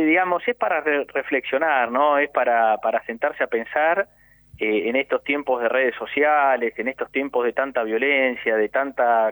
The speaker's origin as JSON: {"language": "Spanish", "country": "Argentina", "said": "la verdad es que te indigna como argentino"}